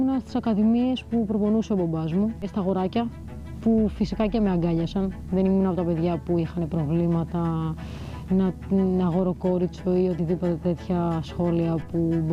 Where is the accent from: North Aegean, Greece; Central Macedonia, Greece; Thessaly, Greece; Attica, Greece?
Central Macedonia, Greece; Veria; Στη Βέρεια.